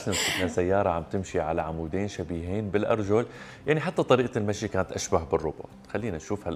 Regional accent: Syria; يعني احنا مثلا عندنا بسوريا انه بيعملوا لحن على الطبل.

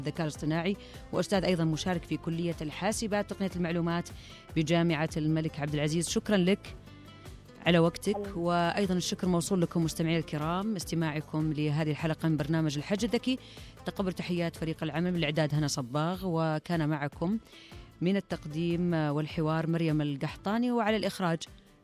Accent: Saudi Arabia; طبعا احنا نفخر فيها كسعوديين ونفخر بوجودها

